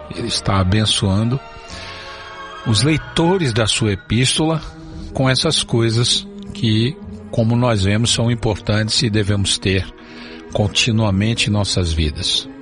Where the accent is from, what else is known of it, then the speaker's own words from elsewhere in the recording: Brazil; nos achegamos a Ti como brasileiros